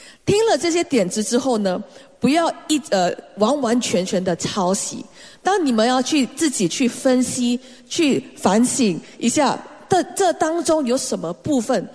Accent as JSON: {"language": "Chinese", "country": "Singapore", "tie": "born there", "said": "我记得我在上学的时候，在新加坡"}